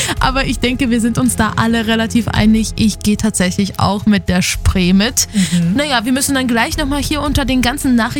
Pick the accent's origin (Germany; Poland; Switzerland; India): Poland; Vor allem, ich komme ja aus Polen und Reka, also Rzeka, heißt auf Polnisch See sozusagen.